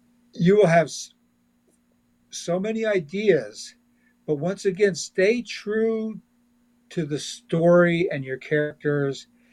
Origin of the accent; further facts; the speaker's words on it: Florida, United States; also born or lived in Flagstaff; I am a Navajo, and I was born in Flagstaff, Arizona. And surprise, I am also half Spanish. So I've lived with internal conflict my whole life. But I pretty much have lived here in Florida since I was about six.